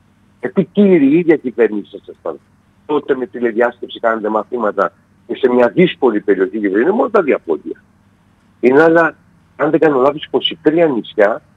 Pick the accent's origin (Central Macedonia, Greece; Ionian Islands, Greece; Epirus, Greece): Ionian Islands, Greece; Corfu